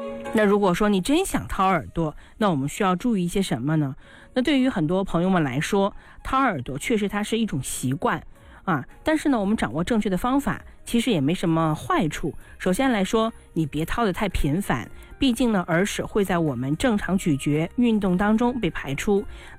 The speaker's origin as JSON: {"language": "Chinese", "country": "China", "said": "我们中国人"}